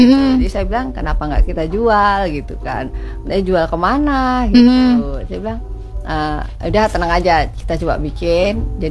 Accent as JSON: {"language": "Indonesian", "town": "Tanjung Pinang", "region": "Riau Islands", "country": "Indonesia", "tie": "born there", "also_born_or_lived": "Klaten, Central Java / Solo, Central Java"}